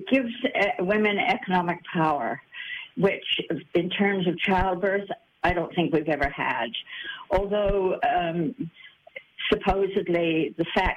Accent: Canada; accent: Canadian; now in New Zealand; my accent is Canadian.

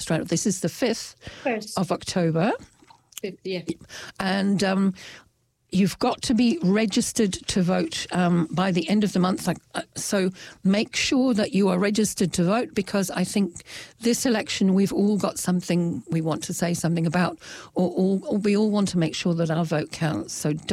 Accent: England, United Kingdom; now in New Zealand; And in fact, I come from England, so I'm still on a quest for belonging because I've got one foot in England and one foot in New Zealand because I've stayed in both places a lot.

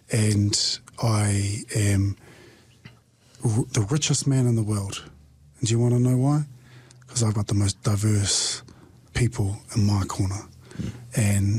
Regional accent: New Zealand; Because that's not who we are. And we as Māori should not continue

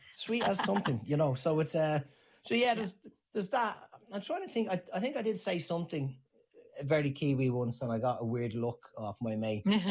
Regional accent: Ireland; moved away as an adult; now in New Zealand; But I'm very Irish.

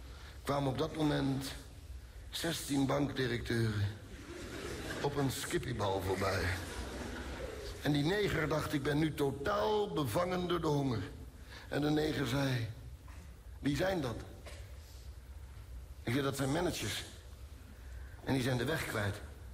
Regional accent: Netherlands; Zeg ik, ik kom uit Nederland, vertel eens iets leuks over uw land.

